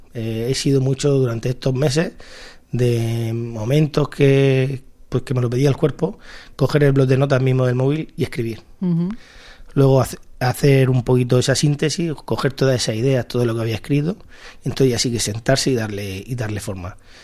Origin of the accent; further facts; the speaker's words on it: Hurchillo, Valencian Community, Spain; Pues al final, Urchillo al final es tu tierra. Yo siempre digo que no se puede entender lo que uno siente por su pueblo si no tiene pueblo, ¿no?